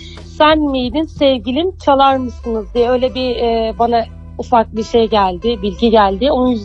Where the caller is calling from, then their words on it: Alaplı, Zonguldak, Turkey; Zonguldak Halaplı … Zonguldak Halaplı'dan arıyorum.